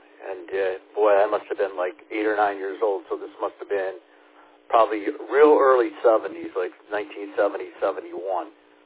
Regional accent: Cleveland, Ohio, United States; now in East Bethel, United States; I grew up a Browns fan. I'm originally from Cleveland. I've been in East Bethel for 31 years.

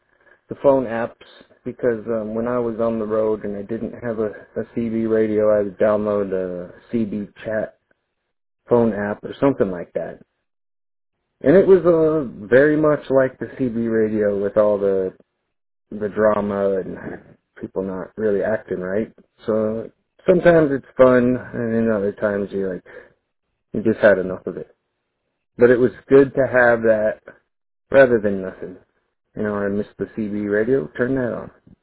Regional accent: Tucson, Arizona, United States; now in Camp Verde, United States; I'm from Tucson, and I've lived in a lot of different places and traveled around, and I just wound up here

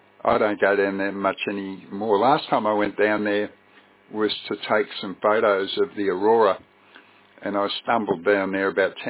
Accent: Melbourne, Victoria, Australia; moved away as an adult; We're from Melbourne, which is a big city. And I was in awe of everything when we first moved here 25 years ago, but I think I've got used to it, Kevin.

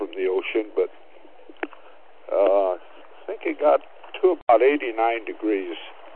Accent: Los Angeles, California, United States; also born or lived in Culver City; now in North County San Diego, United States; Yeah, we lived in and around Santa Monica. Grew up in Venice, near Sunset and Lincoln Boulevard as a kid, and then got married and moved to Culver City by what is now Marina Del Rey.

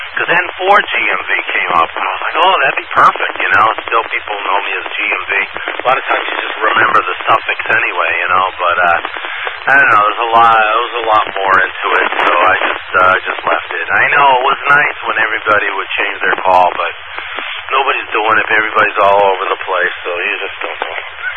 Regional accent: Texas, United States; Yeah, I'm from Texas.

